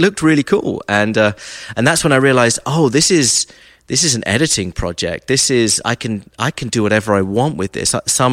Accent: Brighton, South East England, United Kingdom; moved away as an adult; also born or lived in Nashville; now in Atlanta, United States; I'm from the south coast of England, Brighton.

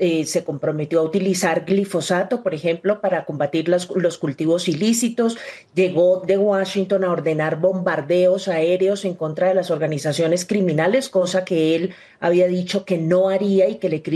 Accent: Colombia

